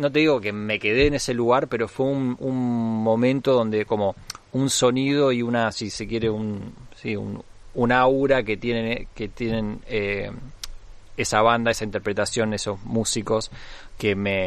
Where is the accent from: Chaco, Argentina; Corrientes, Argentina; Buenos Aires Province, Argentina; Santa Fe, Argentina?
Buenos Aires Province, Argentina; yo me crié, digamos, mi vida en Argentina, me crié entre, bueno, en zona norte, entre Bécar y Tigre, ¿no? Okay. Donde está el Delta. O sea, okay, yo estuve mucho tiempo al lado del Delta y pasando mucho tiempo ahí.